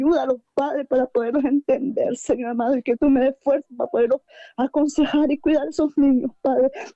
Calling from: Danlí, El Paraíso, Honduras; Estamos llamando de Danlí, el paraíso, Valle Jamastrán.

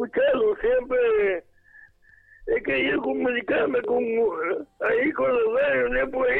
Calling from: Colón, Honduras; aquí en Dos Bocas, en Colón de Juan.

